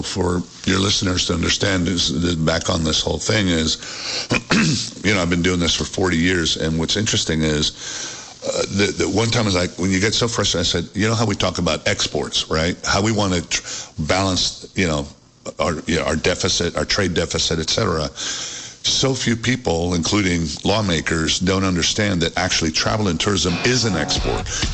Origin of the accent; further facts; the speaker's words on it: Fort Worth, Texas, United States; So, you know, my hometown is Fort Worth. Even little old Fort Worth